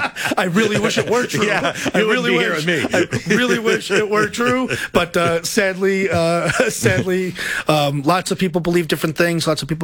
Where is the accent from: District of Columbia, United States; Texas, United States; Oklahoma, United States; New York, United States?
New York, United States; New York City; I'm a New Yorker. I'm from Queens.